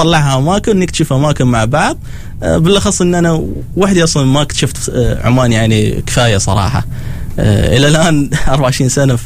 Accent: Egypt; now in Oman; كوني أني أنا مصري بس أنا أتكلم عماني وعايش وسط العمانيين وعارف عاداتهم وتقاليدهم

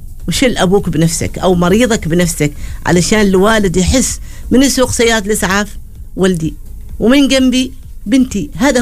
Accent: Oman; قليل عندنا في عمان

